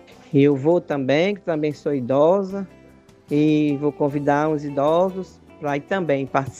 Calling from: Afogados da Ingazeira, Pernambuco, Brazil; escuto seu programa pela Rádio Pajéu FM de Afogada em Gazeira, Pernambuco.

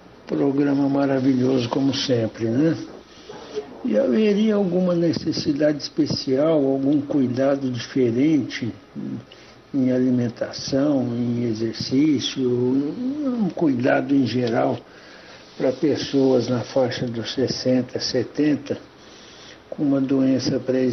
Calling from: São Paulo, Brazil; de São Paulo, Higienópolis.

